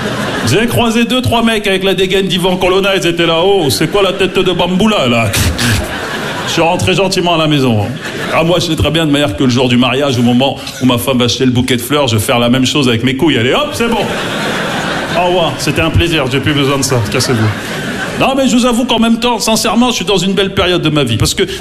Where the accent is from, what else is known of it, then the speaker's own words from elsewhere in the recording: Maisons-Alfort, Île-de-France, France; parce que j'ai grandi à Maison Alpha, en plus, tu vois, dans le 9-4.